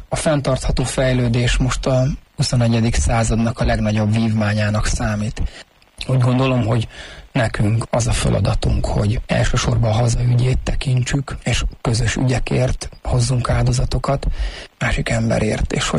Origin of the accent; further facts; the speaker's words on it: Hungary; Aztán így nőttem föl. Ők ketten vallásosak voltak, de nem annyira már valószínűleg, mint az ő korukban az ő öregeik. És aztán a szüleim pedig már nem voltak vallásgyakorló emberek. Ez a gulyás kommunizmus idején nagyon nagy teret hódított itt Magyarországon